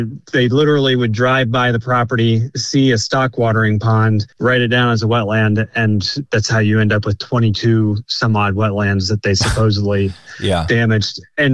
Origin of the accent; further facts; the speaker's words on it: United States; as an American